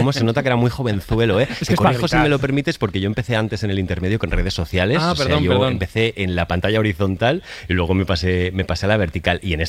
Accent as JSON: {"language": "Spanish", "region": "Catalonia", "country": "Spain", "said": "Porque yo soy catalán, entonces los catalanes nacimos a finales de los 90"}